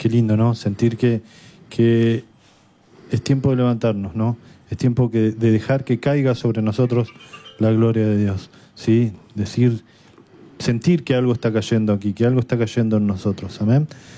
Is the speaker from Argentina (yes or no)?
yes; San Isidro, Buenos Aires Province, Argentina; Nosotros también somos de San Isidro, de la zona.